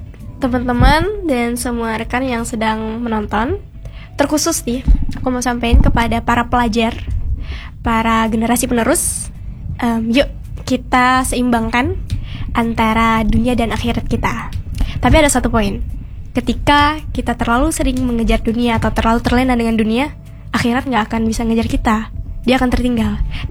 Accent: Singkawang, West Kalimantan, Indonesia; Saya orang Singkawang

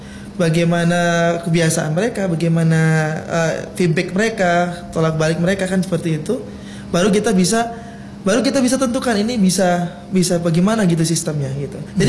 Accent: Jambi, Indonesia; born there; Kalau saya asli emang orang Jambi ya, lahir orang Jambi.

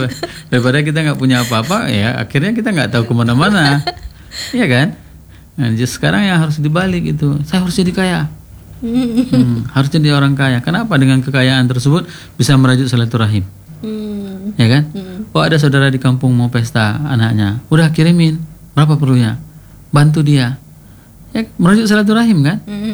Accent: Aceh, Indonesia; Saya orang juga orang Sawang.

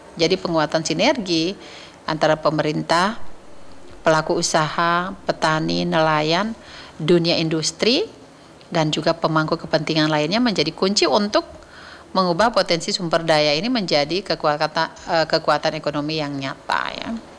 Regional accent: Central Sulawesi, Indonesia; kalau kita sebagai warga Sulawesi Tengah

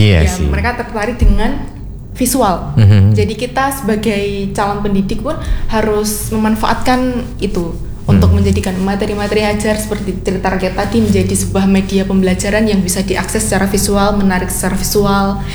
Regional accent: Boyolali, Central Java, Indonesia; Apalagi saya sendiri berasal dari Boyolali.

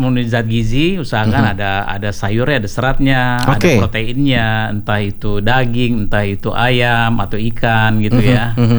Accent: Jakarta, Indonesia; also born or lived in Banda Aceh; Ya, tapi saya dari tahun 70 udah tinggal di Jakarta.

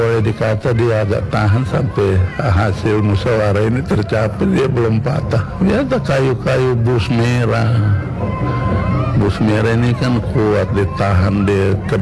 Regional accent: South Papua, Indonesia; Kita orang Marin menghargai budaya yang satu

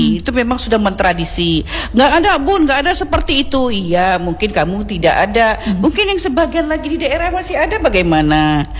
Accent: Aceh, Indonesia; apalagi kita Aceh.

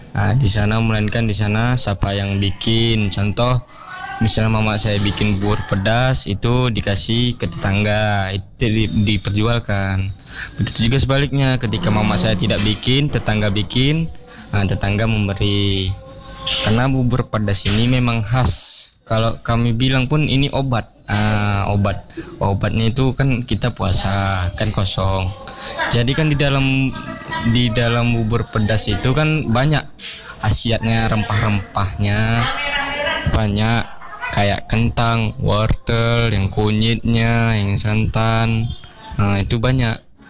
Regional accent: North Sumatra, Indonesia; born there; Di kampung saya, khususnya di desa Kelurahan Inekiri, Kecamatan Secanggang itu

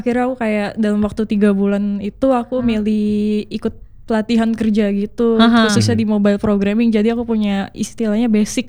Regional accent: Jakarta, Indonesia; aku orang Jakarta Barat.

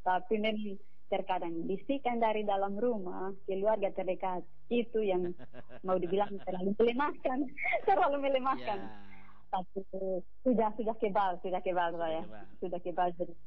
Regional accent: Kolbano, East Nusa Tenggara, Indonesia; saya orang asli Kolbano dan setelah wisuda, setelah tamat sarjana, saya kembali ke kampung.

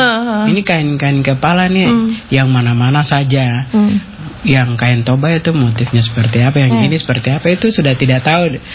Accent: Papua, Indonesia; kita perempuan. Papua. Betul. Juga perempuan Moi.

